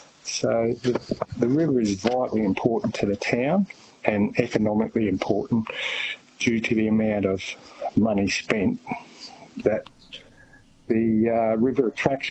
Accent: Jeparit, Victoria, Australia; Jeparit. I grew up there, went to school there, spent my life in Jeparit until I was 17. Both my parents were born and bred in Jeparit.

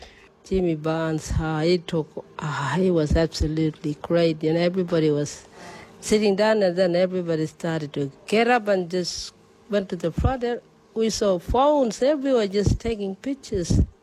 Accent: Kalgoorlie, Western Australia, Australia; now in Tennant Creek, Australia; I'm from Kalgoorlie. But I've been living at Ely Krang, working there as a school teacher, and now I'm here in Tennant Creek.

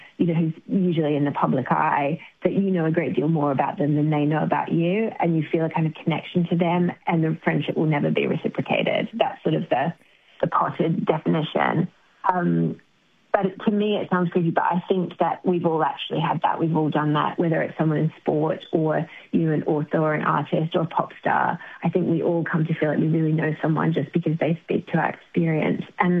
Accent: Palmerston North, Manawatū-Whanganui, New Zealand; also born or lived in Foxton; Oh, Palmerston North and Foxton, so down the road from you. We probably played on the same hockey pitch.

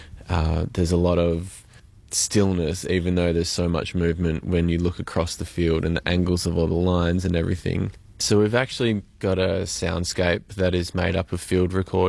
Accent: Perth, Western Australia, Australia; I grew up in Perth, but I've spent a lot of time out in regional communities just through my own photography

